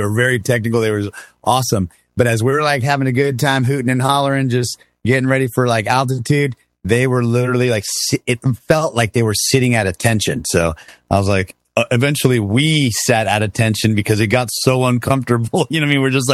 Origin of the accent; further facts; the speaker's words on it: Houston, Texas, United States; also born or lived in Miami, United States; Well, so I was born in Miami, then raised in Texas.